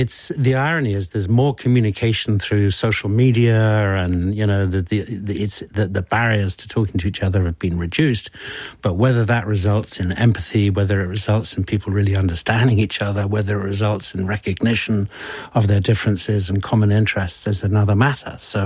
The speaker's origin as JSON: {"language": "English", "town": "Kampala", "region": "Central Region", "country": "Uganda", "tie": "born there", "said": "Uganda. I was born in Kampala, yeah."}